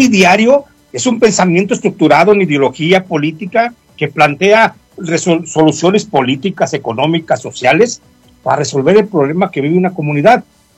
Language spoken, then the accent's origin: Spanish; Mexico